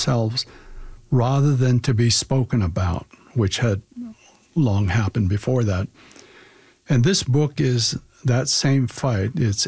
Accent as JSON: {"language": "English", "region": "Saskatchewan", "country": "Canada", "tie": "born or raised there", "also_born_or_lived": "Ottawa-Gatineau / Washington, D.C. / Toronto", "moved": "yes", "said": "I'm Nehiyo, Plains Cree and Blackfoot, Plains Cree on my mother's side. I grew up on the Red Pheasant Cree Nation in Treaty 6 territory, which is located in the north central part of Saskatchewan."}